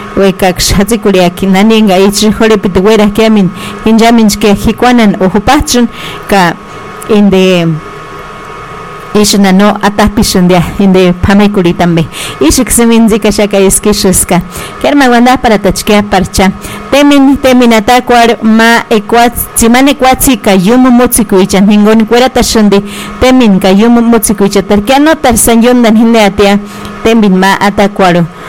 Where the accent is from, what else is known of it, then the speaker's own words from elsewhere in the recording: Michoacán, Mexico; somos las cuatro regiones que conforman la meseta purépecha, y en las cuatro regiones tenemos nuestra diferente forma de hablar.